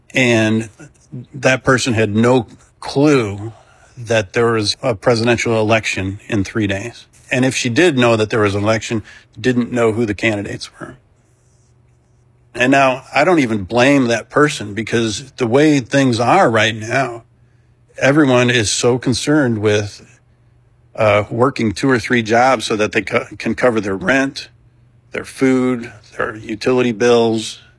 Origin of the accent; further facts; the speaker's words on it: Oak Lawn, Illinois, United States; I grew up in Oak Lawn, and my high school was a Catholic preparatory seminary on the south side of Chicago